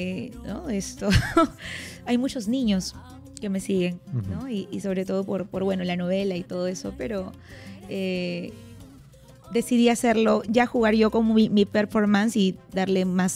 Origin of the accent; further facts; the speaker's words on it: Peru; la mayoría de peruanos nos gusta